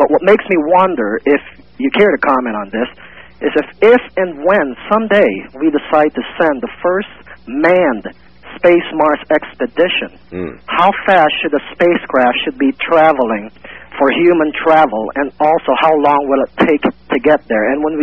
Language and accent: English; Philippines; now in Fort Wayne, United States; I'm calling from Fort Wayne. I'm originally from the Philippines.